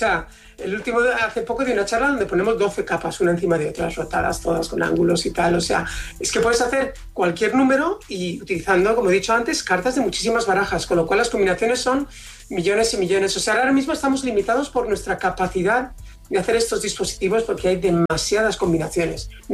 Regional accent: Valencian Community, Spain; Aquí la gente llama a cualquier cosa paella y como buen valenciano nos tenemos que corregir y puntualizar mucho.

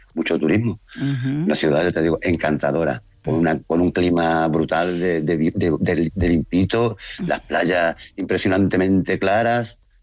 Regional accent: Ceuta, Spain; Sí, es impresionante para mí y para todo Ceuta

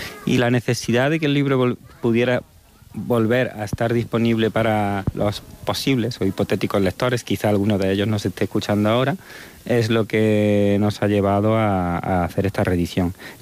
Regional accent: Andalusia, Spain; esta circunstancia me ha ayudado a construir mi identidad como español y como andaluz, sobre todo. Estando allí me di cuenta sobre todo de lo andaluz que era

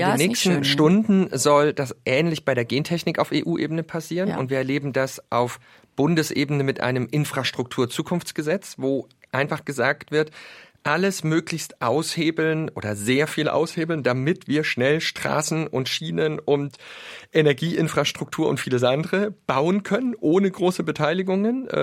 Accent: Lusatia, Germany; Also gerade in meiner Heimat, in der Lausitz, wo die Spree dann in Richtung Berlin fließt, der Spreewald

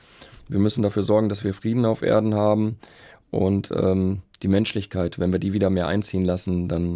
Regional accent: North Rhine-Westphalia, Germany; Ich bin in Nordrhein-Westfalen aufgewachsen, deswegen mit WDR 4 und ich kannte nur Volksmusik.

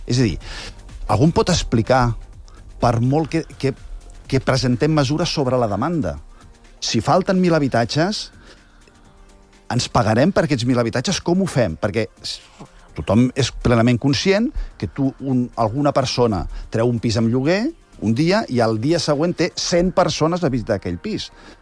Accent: Barcelona, Catalonia, Spain; els que viu per aquí, som de Barcelona

